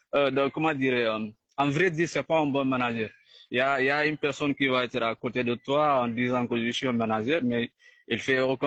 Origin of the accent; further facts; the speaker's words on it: Ziguinchor, Senegal; Parce que moi, je suis monsieur de Ziguinchor, comment dire, dans la commune d'Aliane. Je suis un villageois, quoi.